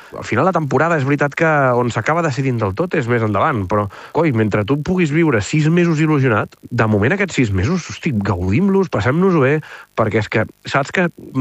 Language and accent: Catalan; Catalonia, Spain; com que som catalans